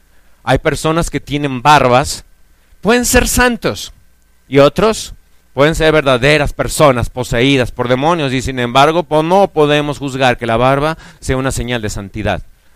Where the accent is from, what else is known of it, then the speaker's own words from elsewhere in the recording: Mexico; born there; Yo conozco muchos mexicanos, de hecho yo nací en México, conozco a muchos mexicanos.